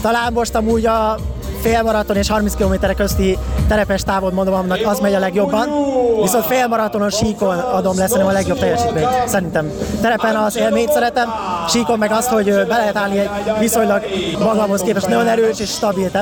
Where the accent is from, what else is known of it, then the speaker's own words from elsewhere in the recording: Hungary; legalább magyarként sikerült behozni